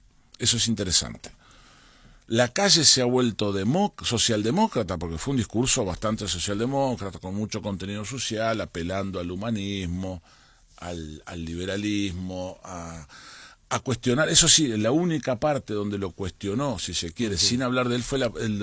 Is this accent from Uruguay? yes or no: yes; Uruguay